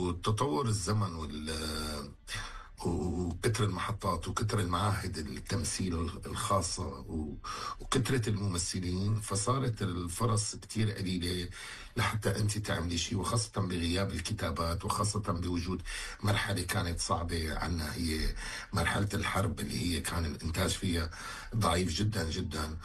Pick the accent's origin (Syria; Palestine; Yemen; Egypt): Syria; أنا أمي سورية وأبي عراقي، وأنا ولدت في سوريا وعشت في سوريا كل الفترة اللي كنت موجود فيها بالحياة يعني. وبالنسبة للعراق يعني أبي عراقي وأنا زائر العراق كذا مرة، وبحب العراق كمان.